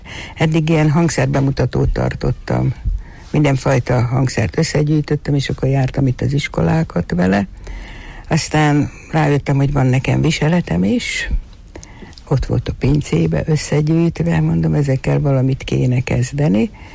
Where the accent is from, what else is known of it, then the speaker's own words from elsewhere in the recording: Hungary; és nagyon megtetszett nekem az őszinte szeretetük, meg az, hogy igazán magyar vagyok, akkor jöttem rá